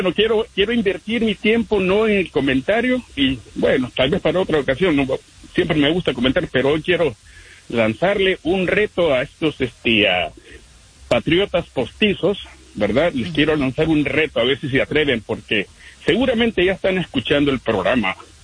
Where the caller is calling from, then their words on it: Houston, Texas, United States; Good morning, de Houston.